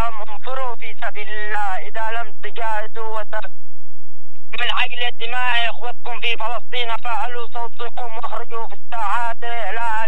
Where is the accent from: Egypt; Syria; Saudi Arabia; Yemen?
Yemen; نقول لهم نحن كشعب يمني لا نقبل ولا نرضى أن نشاهد ما يفعلونه اليوم في كتاب الله سبحانه وتعالى.